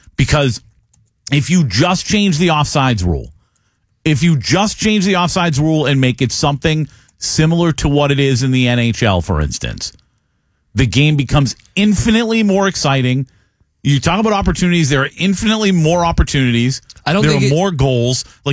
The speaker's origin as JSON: {"language": "English", "country": "United States"}